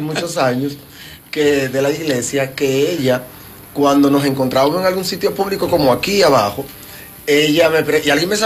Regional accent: Dominican Republic; todos los dominicanos

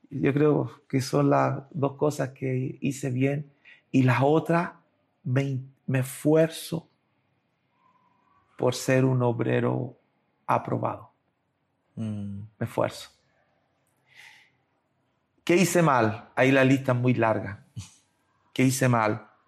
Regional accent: Chile; moved away as an adult; now in Brazil; Yo soy chileno, vivo más de 30 años en Brasil.

